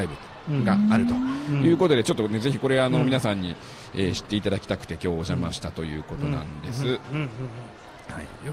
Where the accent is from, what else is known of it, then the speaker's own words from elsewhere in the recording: Sapporo, Hokkaido, Japan; moved away as an adult; also born or lived in Fukuoka; now in Kyoto, Japan; で、うん、福岡で2歳まで僕はいたのかな、うん、で札幌行って、うん、高卒で京都来て大学以降こっちっていうことです。もう結婚もここでして